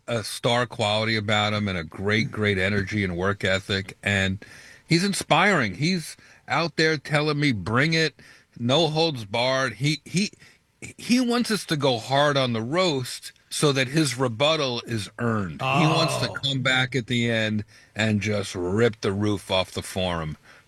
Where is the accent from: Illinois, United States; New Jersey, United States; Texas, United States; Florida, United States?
New Jersey, United States; born there; Well, I was born in New Jersey with 2 minor birth defects